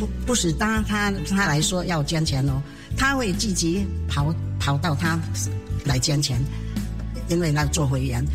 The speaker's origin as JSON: {"language": "Chinese", "country": "Philippines", "tie": "born or raised there", "lives_now": "Taiwan", "said": "我们是土生土长的菲律宾华侨。我们这个就是全家，就是我有四个孩子，所以我四个孩子，我们都30年、30年前以前就把他带来台湾，在台北的仁爱国小读一年的学校。"}